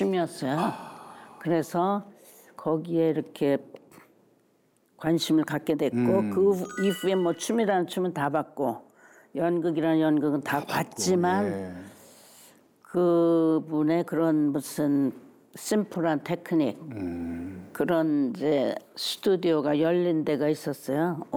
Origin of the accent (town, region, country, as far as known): South Korea; moved away; also born or lived in New York / India